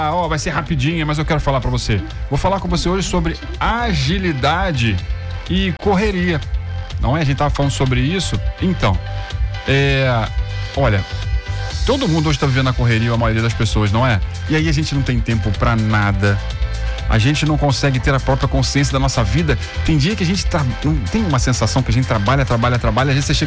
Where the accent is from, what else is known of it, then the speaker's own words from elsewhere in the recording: Brazil; Nós somos brasileiros